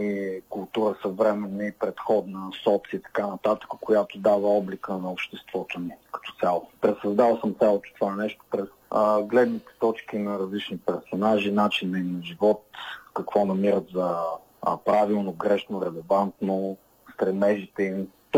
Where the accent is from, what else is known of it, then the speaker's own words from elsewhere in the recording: Plovdiv, Plovdiv Province, Bulgaria; Това е родния ми град